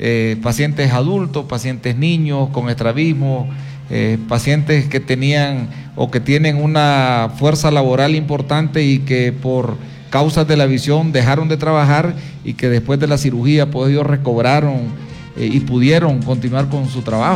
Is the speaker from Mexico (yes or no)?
no; Nicaragua; moved away as an adult; now in Ecuador; Soy de Nicaragua, tengo la bendición de estar en Ecuador hace 10 años que vine a estas tierras.